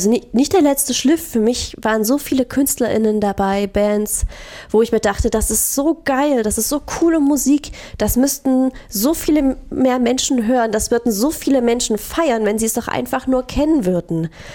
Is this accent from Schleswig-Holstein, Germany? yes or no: no; Crimmitschau, Saxony, Germany; Ich bin aus Krimmitschau hergezogen. Ich kannte hier jemanden.